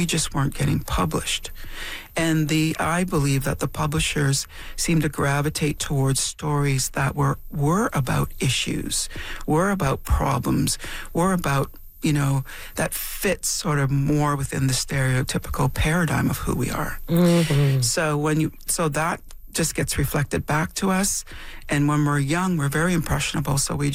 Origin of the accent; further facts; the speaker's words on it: Temagami, Ontario, Canada; When I grew up in Temagami, in Northern Ontario